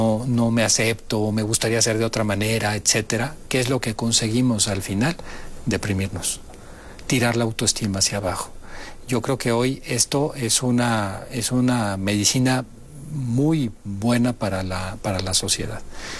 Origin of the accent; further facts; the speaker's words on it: Mexico; Yo no soy uno más. Yo soy mexicano. Estoy orgullosa de ser mexicano